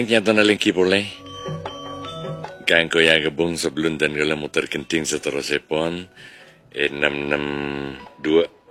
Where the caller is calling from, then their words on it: Rubaru, East Java, Indonesia; Saya dari Rubaru, ki ….